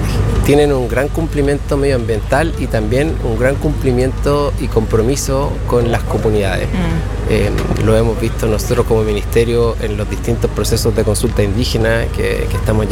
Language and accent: Spanish; Valdivia, Los Ríos, Chile; now in Santiago, Chile; Yo soy valdiviano, Valdivia, vivo en Santiago